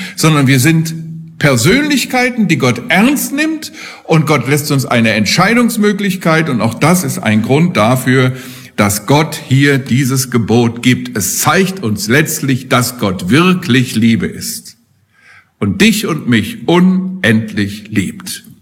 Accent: Hesse, Germany; Ich komme hier aus der Nähe von Haiger.

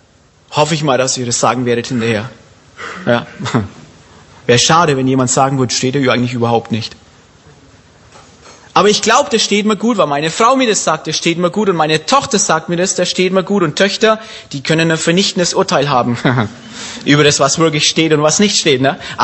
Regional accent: Bavaria, Germany; Man merkt auch, man muss als Franke essen wir gern Klöße, ne? Ich weiß nicht, was man hier gern isst, aber bei uns essen wir gern Klöße.

